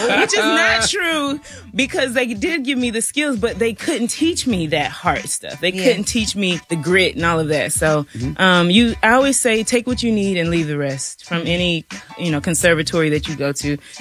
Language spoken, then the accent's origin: English; South Carolina, United States; I'm from South Carolina, small town. Grew up in the church. Low to mid-class family.